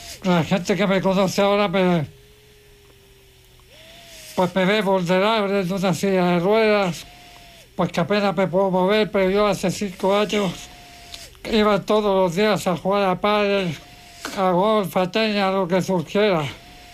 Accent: Chile; Soy español, pero tengo nací en Chile.

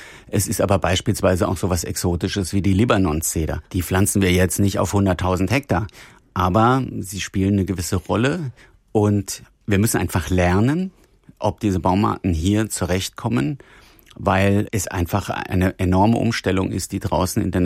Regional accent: Hesse, Germany; Ich komme selber aus dem Taunus

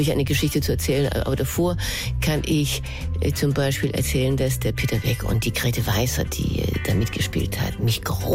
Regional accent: Denmark; German is a second language; moved away

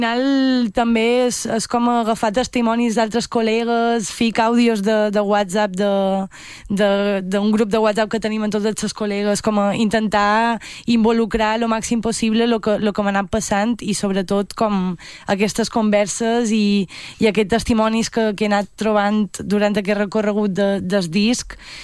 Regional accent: Marratxí, Balearic Islands, Spain; Jo soc de Marratxí, però faig molta vida a Palma.

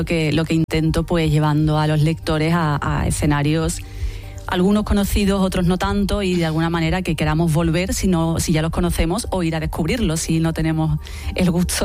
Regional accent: Seville, Andalusia, Spain; Yo soy de Sevilla, sí, desde donde os hablo.

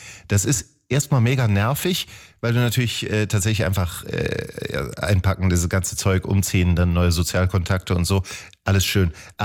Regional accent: Wiesbaden, Hesse, Germany; Da sind wir aus Wiesbaden, aus der Stadt, aufs Land gezogen, weil wir einfach mehr Platz brauchten, so mit den Geschwistern und allem möglichen.

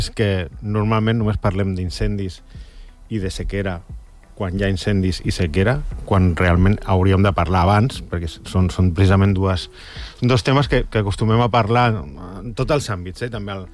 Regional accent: Catalonia, Spain; jo que soc del Vallès Occidental, de l'Alta Vallès

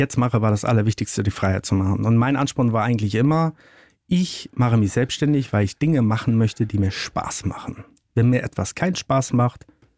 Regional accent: Ellerdorf, Schleswig-Holstein, Germany; Im Mittelpunkt von Schleswig-Holstein, das Örtchen hieß Ellerdorf, da steckt das Dorf schon im Namen drin.

